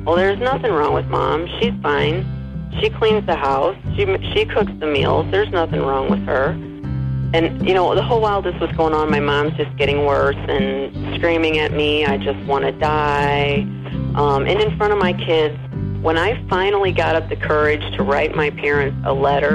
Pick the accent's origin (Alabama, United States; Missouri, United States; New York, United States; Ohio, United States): Missouri, United States; Washington; I grew up in Washington, Missouri.